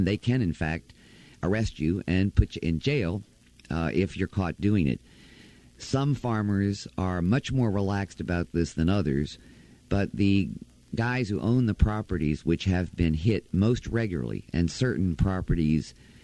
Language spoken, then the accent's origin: English; United States; The Americans, it's a newer country. Our whole culture is much more diverse in many ways than the British culture.